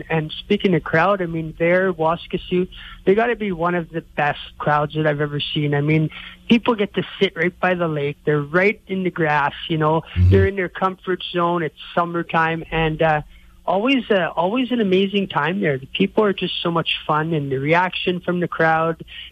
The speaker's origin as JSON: {"language": "English", "region": "Manitoba", "country": "Canada", "tie": "born or raised there", "said": "I grew up in the country, Ken. I grew up in a small Métis community. I was 5 minutes from Lake Manitoba, a provincial park."}